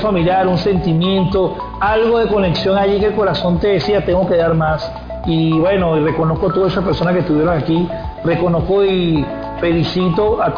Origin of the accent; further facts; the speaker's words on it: Venezuela; Nosotros como venezolanos